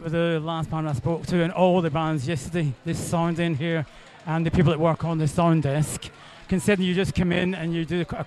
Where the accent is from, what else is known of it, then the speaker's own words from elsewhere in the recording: Hull, Yorkshire and the Humber, United Kingdom; when I tell people I'm from Hull